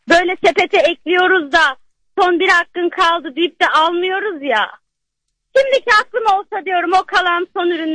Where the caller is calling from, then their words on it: Samsun, Turkey; ben Samsun'dan arıyorum